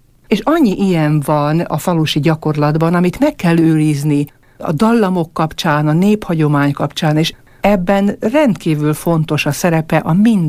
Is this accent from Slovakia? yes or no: yes; Váhovce, Trnava Region, Slovakia; Én ugye már említettem, hogy 13 éves koromtól kántorkodom a szülőfalumban, és Danci atya nevét említettem. A másik ilyen meghatározó személyiség Jáki Sándor Teodóz atya volt. Ő sokszor eljött Vágára